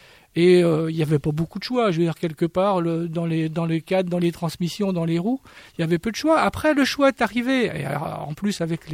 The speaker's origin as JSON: {"language": "French", "region": "Bourgogne-Franche-Comté", "country": "France", "tie": "born or raised there", "said": "Et donc, j'habitais en Bourgogne, et d'ailleurs, je suis natif de Bourgogne, et j'ai eu un vélo assez tôt."}